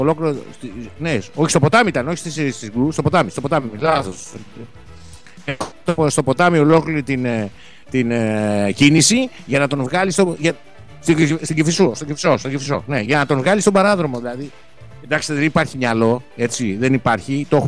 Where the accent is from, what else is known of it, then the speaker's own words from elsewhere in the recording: Western Greece, Greece; now in Patras, Greece; Καλημέρα στην Αιτωλό Ακαρνανία, την πατρίδα μου, στο Μεσολόγγι, στο Αγρίνιο, σε όλα τα χωριά μας.